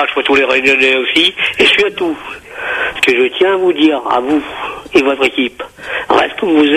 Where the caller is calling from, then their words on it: Bayonne, Nouvelle-Aquitaine, France; Moi, je suis à Bayonne, en Anglette, Saint-Jean-de-Luz.